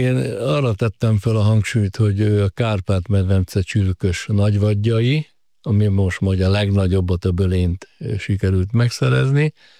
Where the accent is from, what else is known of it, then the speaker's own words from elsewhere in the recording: Nagybátony, Nógrád, Hungary; Hát a Nógrád megyének a keleti végéből származom, nagybátonyi vagyok, a gyerekkoromat az Agyvarónál az erdő közepén töltöttem